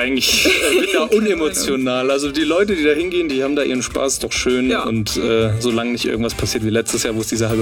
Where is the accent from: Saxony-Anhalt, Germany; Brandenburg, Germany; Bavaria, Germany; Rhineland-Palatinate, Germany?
Bavaria, Germany; Freising; Ich komme aus Freising, also fast München, ich würde es niemals sagen, aber da haben wir halt direkt davor das Volksfest für 9 Tage.